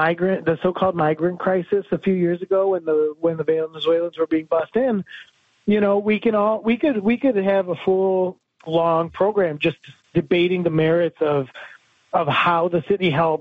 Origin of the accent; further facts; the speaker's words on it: Chicago, Illinois, United States; also born or lived in Phoenix, Arizona; I'm born and raised in Chicago, obviously